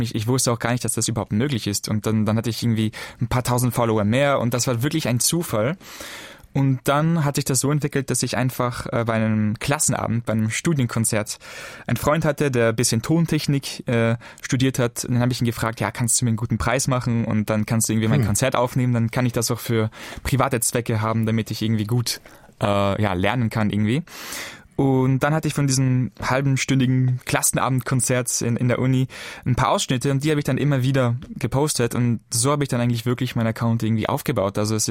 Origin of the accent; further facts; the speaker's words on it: Vienna, Austria; also born or lived in France; ich bin in Wien geboren und in Wien aufgewachsen. Meine Familie lebt aber in Frankreich. Das heißt, es gab immer eine Art Ping-Pong zwischen Österreich und Frankreich.